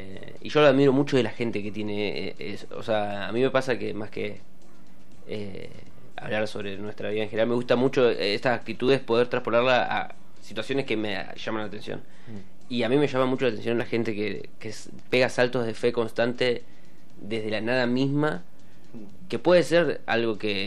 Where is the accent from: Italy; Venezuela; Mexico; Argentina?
Argentina; Santa Fe; now in La Plata, Argentina; ella es de Tres Arroyos, yo soy de Santa Fe